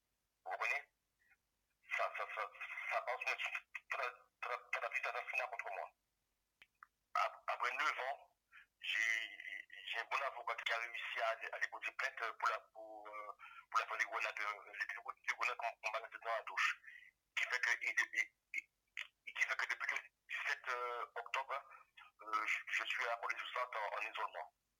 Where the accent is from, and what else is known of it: Guadeloupe, France; moved away